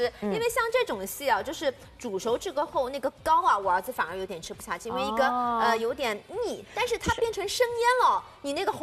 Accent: Shanghai, China; 阿拉上海人是非常喜欢，生腌的

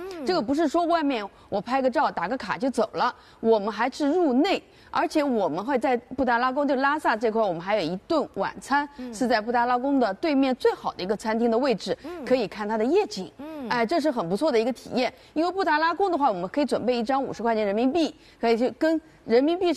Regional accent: Shanghai, China; 我们上海人

